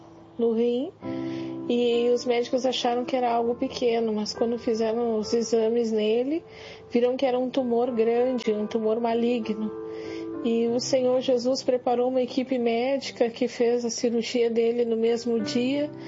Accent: Porto Alegre, Rio Grande do Sul, Brazil; eu sou da cidade de Porto Alegre, Rio Grande do Sul.

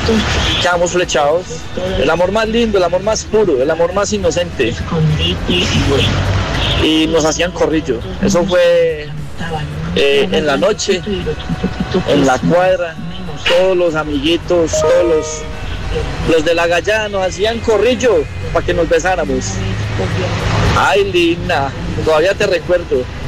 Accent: Manizales, Caldas, Colombia; now in Cartago, Colombia; Mi primer beso fue en la ciudad de Manizales, mi ciudad natal.

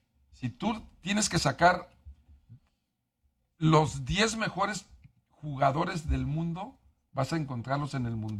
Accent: Mexico

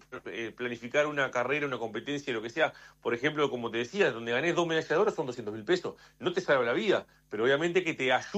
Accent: Uruguay; estamos en Uruguay

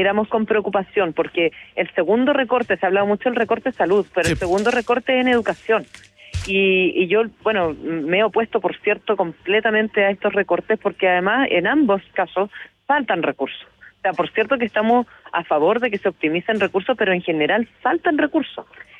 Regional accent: Santiago, Santiago Metropolitan Region, Chile; yo soy de Quinta Normal, soy nacida, criada en la comuna, vivo en la comuna

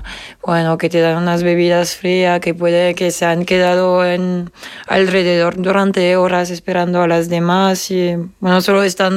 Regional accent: Auvergne-Rhône-Alpes, France; Spanish is a second language; moved away as an adult; now in Córdoba, Spain; Yo de cerca de Lyon.

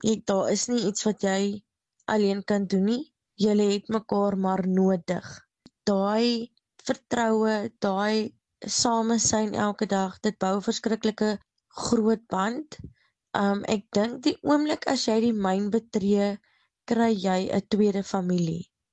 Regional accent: Springbok, Northern Cape, South Africa; Ek het maar in Springbok groot geword.

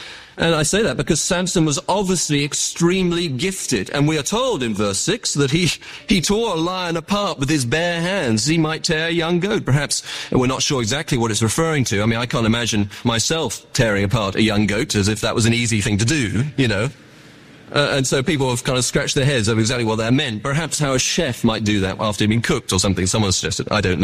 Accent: England, United Kingdom; I grew up in the Anglican church. And people there used to say of being in the Anglican church in England

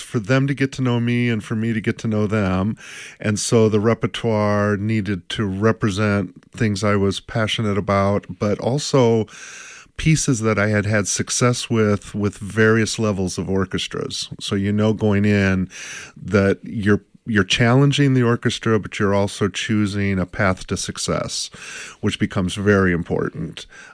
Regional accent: Oak Ridge, Tennessee, United States; growing up in Oak Ridge, Tennessee, we had a very rich musical life and arts.

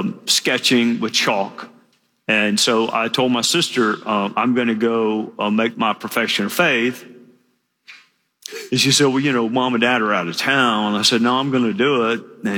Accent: Greenville, South Carolina, United States; born there; imagine I was born in Greenville.

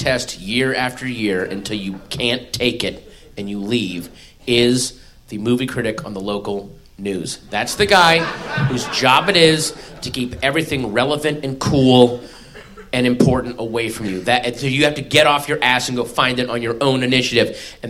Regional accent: Sterling, Virginia, United States; I grew up 10 minutes outside of Washington, D.C. in the 80s.

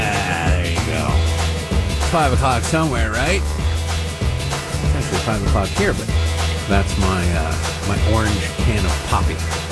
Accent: Detroit, Michigan, United States; now in Maryland, United States; When I moved to Maryland from Detroit...

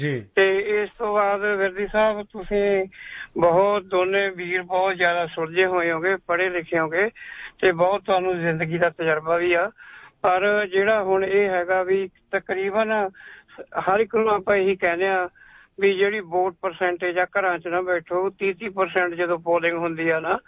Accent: Punjab, India; moved away; ਸਾਡੇ ਅਸੀਂ ਪੰਜਾਬ ਤੋਂ ਆਏ ਆ, ਪੰਜਾਬ ਦੇ ਵਿੱਚ ਅਸੀਂ ਦੇਖਿਆ ਵੀ ਫ੍ਰੀ ਦੀ ਜਿਹੜੀਆਂ ਸਹੂਲਤਾਂ ਦਿੰਦੇ ਸੀਗੇ

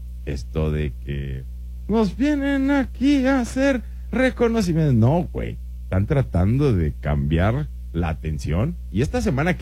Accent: Mexico City, Mexico; born there; Para que gente como yo naciera en la gran Ciudad de México.

